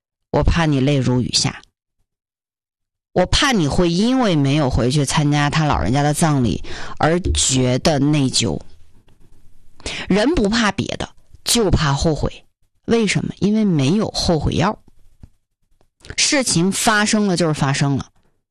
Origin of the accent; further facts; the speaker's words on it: China; 我们中国人